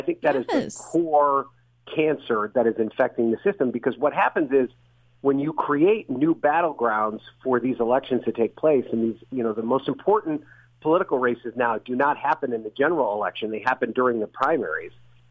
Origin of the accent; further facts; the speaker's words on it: New York, United States; Like my home state, New York, has lost congressional seats over the years because they've lost populations.